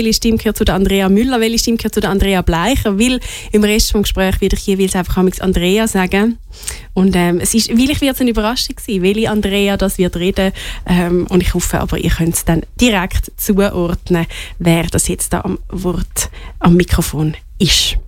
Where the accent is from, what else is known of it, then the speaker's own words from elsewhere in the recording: Switzerland; Habt ihr ein Lieblingsspiel gehabt an der letzten EM, an der Heim-EM, die da bei uns in der Schweiz stattgefunden hat?